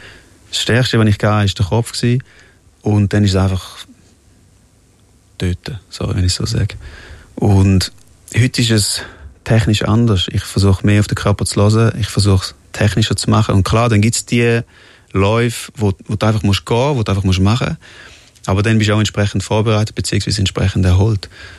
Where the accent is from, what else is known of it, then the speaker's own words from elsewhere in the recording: Switzerland; Aber ich bin Schweizer, ich bin mega stolz und für mich ist es mega schön gewesen, hier aufzuwachsen und ich will auch hier bleiben.